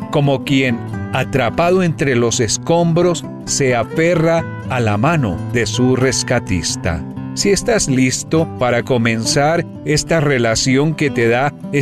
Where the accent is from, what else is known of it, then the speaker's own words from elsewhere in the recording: New York City, New York, United States; Como neoyorquino, me preguntaron cómo me sentía tras aquel atentado.